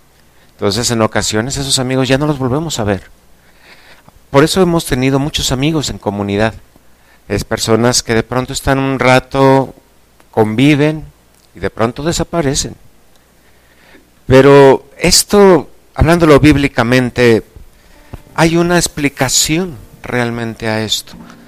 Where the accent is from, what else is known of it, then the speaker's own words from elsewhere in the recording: Mexico; O sea, pensemos nosotros que somos mexicanos, la gran mayoría.